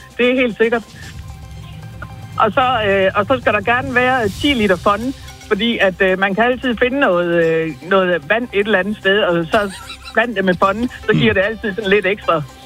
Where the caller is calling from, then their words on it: Solbjerg, Central Denmark Region, Denmark; Jeg er fra Solbjerg, syd for Aarhus.